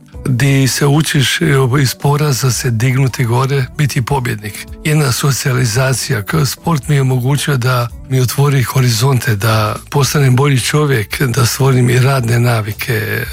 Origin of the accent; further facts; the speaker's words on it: Pula, Istria County, Croatia; now in Zagreb, Croatia; Inače, prvi kontakt moj u Zagrebu je bio baš sa Aleksandrom Petrovićem, koji je došao iz Šibenika. Ja sam došao iz Pule i on je bio u bolnici ovdje.